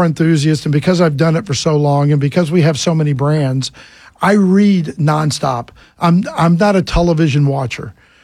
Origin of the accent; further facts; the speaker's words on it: Sandy Springs, Georgia, United States; also born or lived in Atlanta, Georgia; I've been in the car business for 45 years in Atlanta, Georgia. I'm from Atlanta. I grew up in Sandy Springs, have been in the business for a very long time.